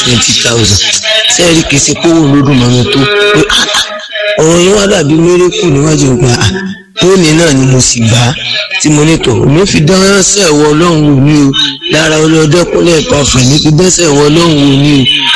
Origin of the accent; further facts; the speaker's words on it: Ilorin, Kwara, Nigeria; Ọmọ Ìlọrin ni mí tí mo kéwu tí mo mọ̀ túmọ̀ rẹ̀.